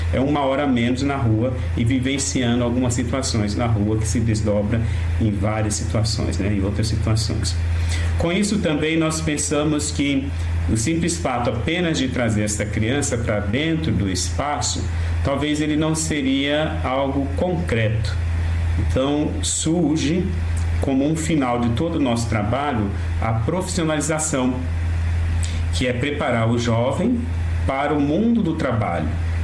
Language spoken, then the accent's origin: Portuguese; São Paulo, Brazil; Eu sou de São Paulo, tem hora que eu falo sinal ou semáforo, né?